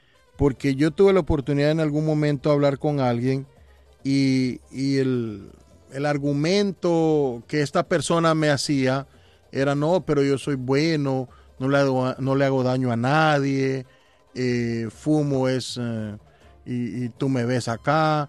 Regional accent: Guatemala; moved away; Yo me alejé, yo me vine de Guatemala, se quedó allá

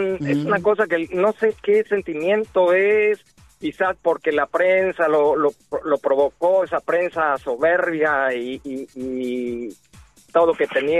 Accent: Mexico; 130 millones de seres que viven en mi país

